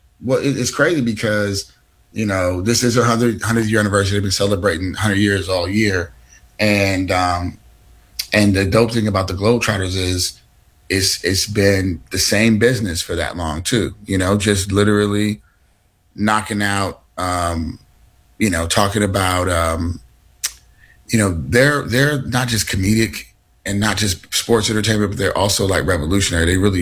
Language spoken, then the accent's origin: English; Oakland, California, United States; So I'm from Oakland, California.